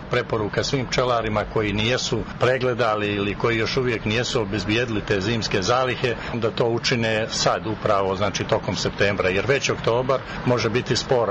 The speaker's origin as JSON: {"language": "Serbian", "country": "Montenegro", "said": "Poznato je da su velike suše i vrućine kod nas u Crnoj Gori, što značajno utiče na naše pčele."}